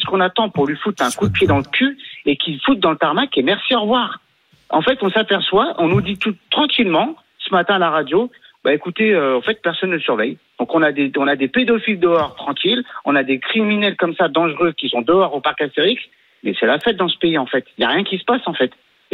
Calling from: France; nous, en tant que Français

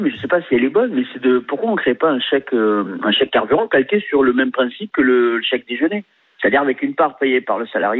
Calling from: Montpellier, Occitanie, France; moi, j'habite à Montpellier

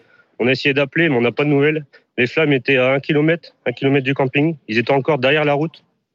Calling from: Hauts-de-France, France; Je suis originaire de la Somme, donc on va rentrer chez nous.

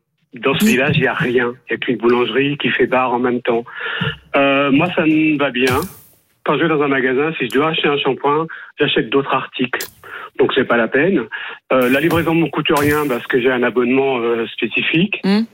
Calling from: Lyon, Auvergne-Rhône-Alpes, France; là j'habite à Lyon en ce moment

